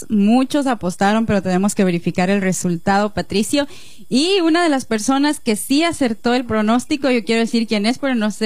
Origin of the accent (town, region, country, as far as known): Ecuador